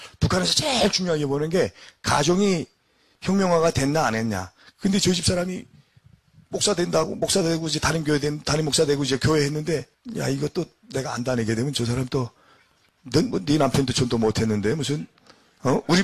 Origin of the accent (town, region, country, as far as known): North Korea; now in South Korea